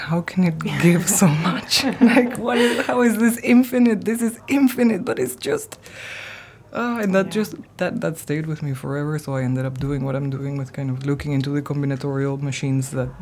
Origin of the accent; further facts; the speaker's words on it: Argentina; now in Rotterdam, Netherlands; growing up in Argentina, everyone is exposed to Borges, the writer, in one way or another